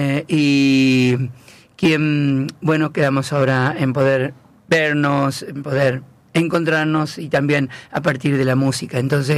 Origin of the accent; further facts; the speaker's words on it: San Nicolás, Buenos Aires Province, Argentina; cantaba cuando tenía 8 años en una radio AM de mi pueblo natal, de mi ciudad natal, en San Nicolás, la LT24.